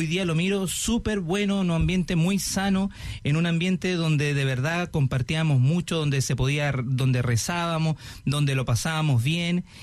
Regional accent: Valparaíso, Chile; en el fondo nací en el fondo en el sector, o me crié más que nada, porque en el sector de Placilla, Curauma, de ahí soy

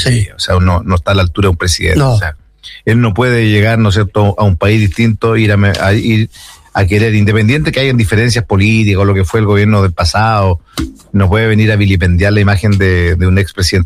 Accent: Puerto Montt, Los Lagos, Chile; now in Llanquihue, Chile; soy puertomontino de tomo y lomo. Juega, nací en Puerto Montt, juego en Puerto Montt.

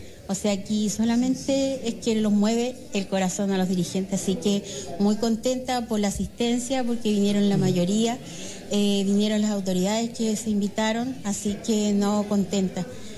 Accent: Castro, Los Lagos, Chile; somos vecinos de Castro, nos vemos las caras todos los días

